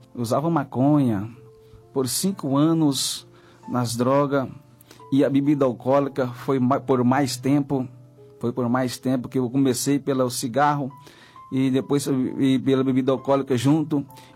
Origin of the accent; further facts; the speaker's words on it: Jaraguá, Goiás, Brazil; eu sou da cidade de Jaraguá, estado de Goiás.